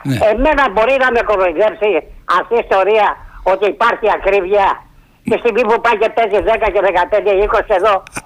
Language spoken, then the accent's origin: Greek; France; είμαι από το Γαλλία.